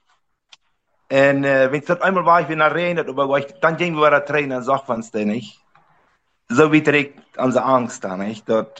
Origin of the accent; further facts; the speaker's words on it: Riva Palacio, Santa Cruz, Bolivia; also born or lived in Mexico; Und wir sind, ich bin in Mexiko geboren und dann sind wir in Bolivien gekommen, 70. Und dann sind ich in der Knie abgewachsen, in den Riva Palacio Knie